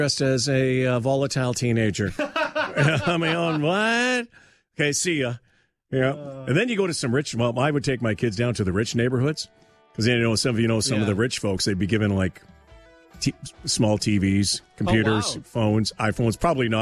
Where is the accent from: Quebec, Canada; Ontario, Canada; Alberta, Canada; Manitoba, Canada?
Manitoba, Canada; Winnipeg; moved away; See, I grew up in Winnipeg.